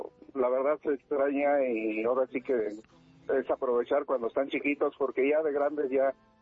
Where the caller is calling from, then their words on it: Nezahualcóyotl, State of Mexico, Mexico; Aquí, de Ciudad Neza.